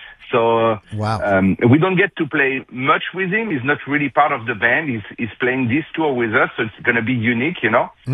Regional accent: Fontainebleau, Île-de-France, France; moved away; I grew up in Fontainebleau, France.

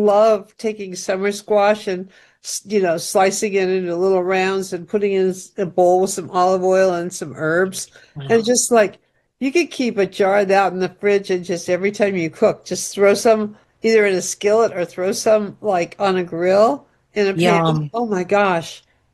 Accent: Kern County, California, United States; moved away; I grew up in Kern County and we grew potatoes.

